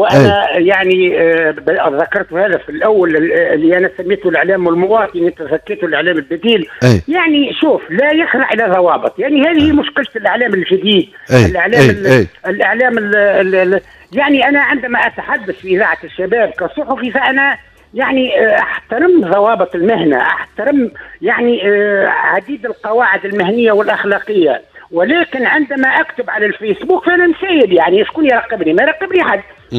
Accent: Sidi Ali Ben Aoun, Sidi Bouzid, Tunisia; ولكن أنا في الحقيقة أصيل منطقة سيدي علي بن عون،

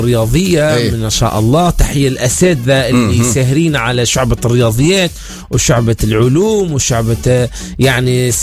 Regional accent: Tunisia

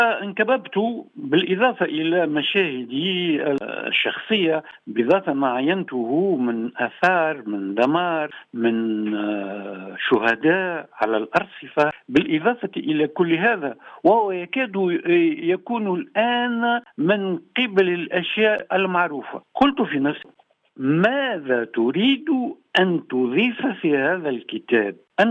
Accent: Bizerte, Bizerte Governorate, Tunisia; أنا من مواليد بنزرت سنة 52 و900 وألف، شهدت وقائع معركة بنزرت وأنا طفل.

